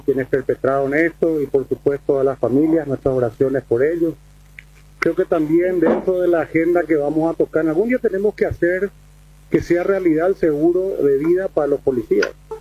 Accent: Paraguay; creo que es imposible estar ausente de la sensación de tristeza que tenemos como paraguayos por lo que ocurrió en Calimeño.

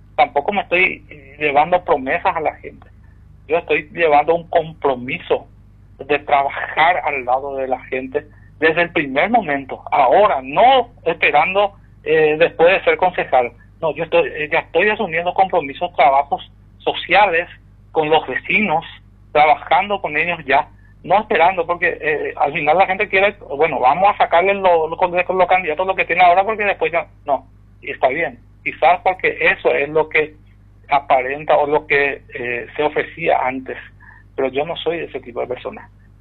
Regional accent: Presidente Franco, Alto Paraná, Paraguay; como franqueño, yo amo mi ciudad.

